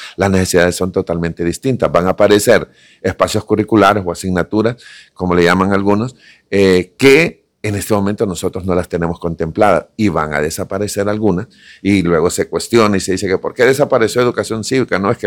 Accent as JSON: {"language": "Spanish", "country": "Honduras"}